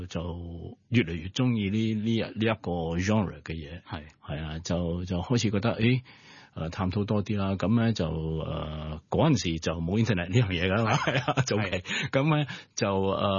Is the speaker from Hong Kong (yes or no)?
no; Malaysia; 咁語言，尤其是我哋馬來西亞人，即係由細到大都講咗四五種啦。